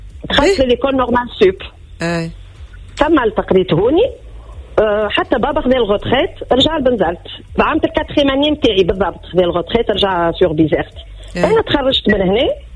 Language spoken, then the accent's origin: Arabic; North West Tunisia, Tunisia; also born or lived in Tajerouine / Le Kef / Bizerte / Siliana; رجعت لشمال الغربي خاطر فريمون صغري كامل في الشمال الغربي